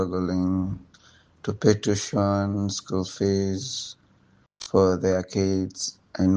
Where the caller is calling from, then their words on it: Entebbe, Central Region, Uganda; I'm listening in from Entebbe.